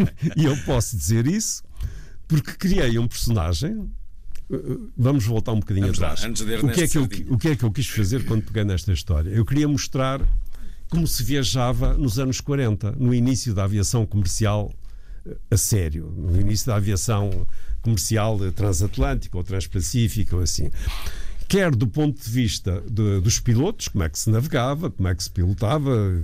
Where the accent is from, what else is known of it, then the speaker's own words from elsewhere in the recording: Vila do Conde, Norte, Portugal; Eu sou do Norte, eu sou de Vila do Conde